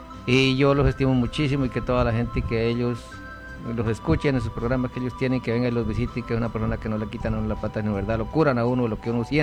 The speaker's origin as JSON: {"language": "Spanish", "town": "Sabanalarga", "region": "Casanare", "country": "Colombia", "said": "yo soy de una vereda, yo soy allí de Sabana Larga"}